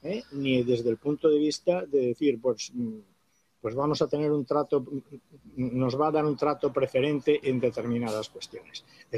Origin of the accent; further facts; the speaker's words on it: Spain; antes soy militar, pero soy español y tengo que prever primero los intereses de España